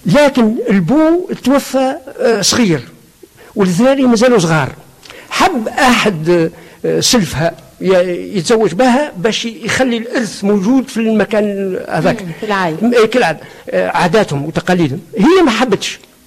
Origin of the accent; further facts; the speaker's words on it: Sayada, Monastir Governorate, Tunisia; هذه مدينتي